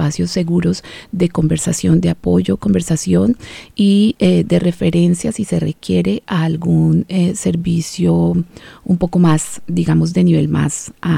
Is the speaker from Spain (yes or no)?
no; Colombia; now in Australia; como colombianos, como compatriotas, estar lejos de casa